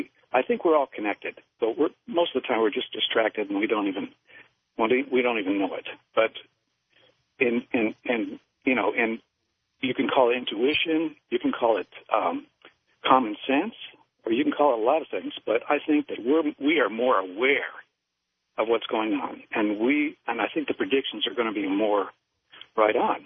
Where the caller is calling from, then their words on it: Macon, Georgia, United States; by the way. I'm in Macon, Georgia.